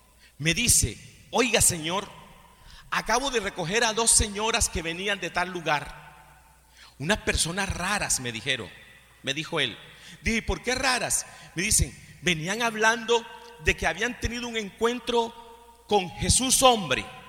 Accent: Cartagena, Bolívar, Colombia; moved away; el sábado me fui a Cartagena, a mi pueblo.

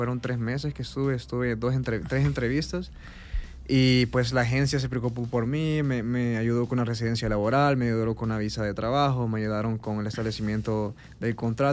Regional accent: El Salvador; soy el primer salvadoreño que ha entrado en empresa a nivel mundial.

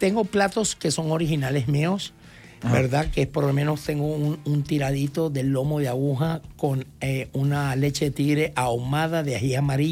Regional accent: Peru; now in El Salvador; yo como peruano

